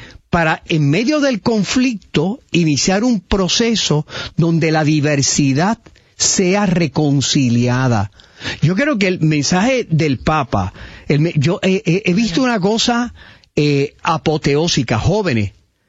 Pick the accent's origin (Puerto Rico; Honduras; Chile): Puerto Rico; nuestra puertorriqueñidad sin un referente a nuestra identidad cristiana como pueblo puertorriqueño.